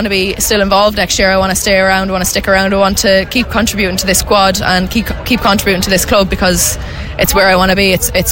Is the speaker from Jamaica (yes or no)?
no; Athlone, Westmeath, Ireland; I want to stay at Athlone. I mean, it's my hometown.